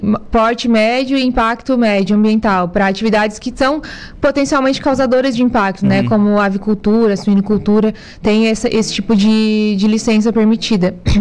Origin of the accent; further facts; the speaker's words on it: Criciúma, Santa Catarina, Brazil; Eu sou natural de Criciúma, tenho 30 anos